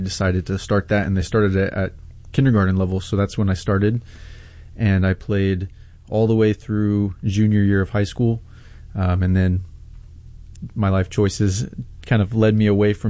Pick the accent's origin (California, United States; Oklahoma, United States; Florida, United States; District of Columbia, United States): California, United States; Danville; I went to San Ramon Valley High School, which is in Danville, California. That was my hometown.